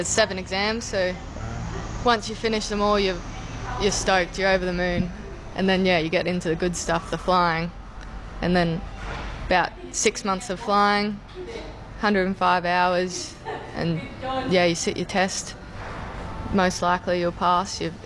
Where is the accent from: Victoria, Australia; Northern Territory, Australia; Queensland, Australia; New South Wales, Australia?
Northern Territory, Australia; Katherine; I'm from Katherine. I'm a helicopter pilot